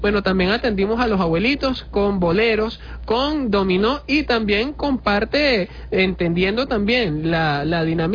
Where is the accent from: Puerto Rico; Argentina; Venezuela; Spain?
Venezuela; nosotros somos venezolanos, somos venezolanas